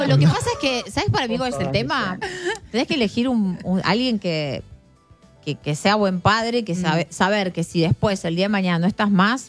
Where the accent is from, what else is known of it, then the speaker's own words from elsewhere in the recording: Ramos Mejía, Buenos Aires Province, Argentina; después me fui a la de Morón, porque yo soy de Ramos.